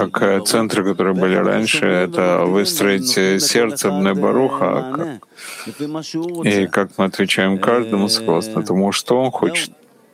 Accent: Jerusalem, Jerusalem District, Israel; Это самый большой вызов, по крайней мере, у нас тоже, я из Иерусалима.

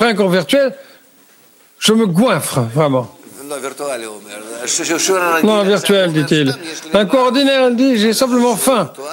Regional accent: Rehovot, Central District, Israel; Chez moi, à Rehovot, il y avait un ami et un voisin yéménite

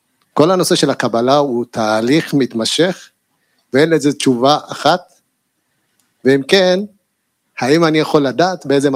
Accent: Beersheba, Southern District, Israel; טוב, אז נעים מאוד … אני מבאר שבע.

